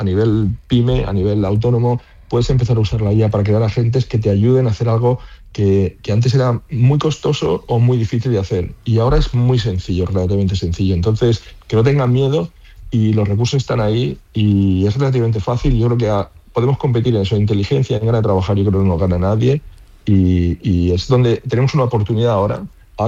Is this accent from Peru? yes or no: no; Almería, Andalusia, Spain; De ser almerienses, andaluces y españoles, y lo llevamos con.